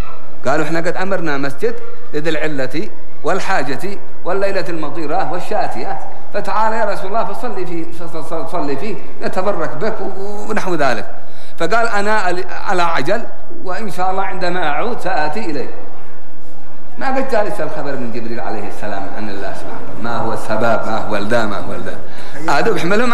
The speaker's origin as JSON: {"language": "Arabic", "country": "Yemen", "said": "عندنا في اليمن"}